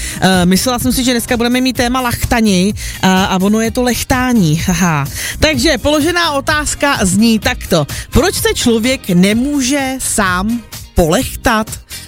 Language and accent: Czech; Louny, Ústí nad Labem Region, Czechia; Já teda pocházím z Loun